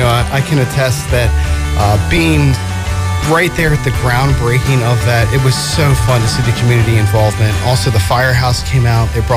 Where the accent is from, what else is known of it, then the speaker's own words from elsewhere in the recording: Salisbury, Maryland, United States; Yes, sir. Born and raised in Salisbury, Maryland. Graduated from Bennett, the old Bennett High.